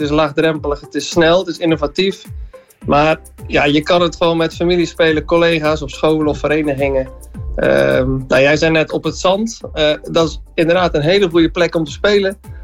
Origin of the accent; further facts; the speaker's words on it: Netherlands; Nou, als Nederlander hoor je natuurlijk nu te zeggen, we gaan voor plek 1.